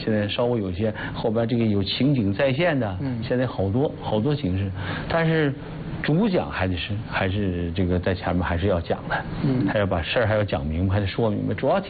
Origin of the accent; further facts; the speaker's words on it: Sheyang, Jiangsu, China; 宣传非遗，也呢把我们射阳宣传，就是专门弄一批射阳的作品。